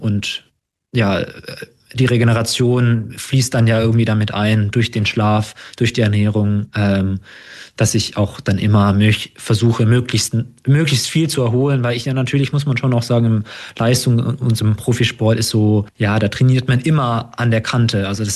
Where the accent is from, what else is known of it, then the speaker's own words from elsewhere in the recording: Kolmberg, Bavaria, Germany; Es ist ein ganz kleiner Verein in meiner Heimat. Also ich komme aus Kolmberg und der Verein daneben, der TVL Leutershausen, der hat mich 2011 aufgenommen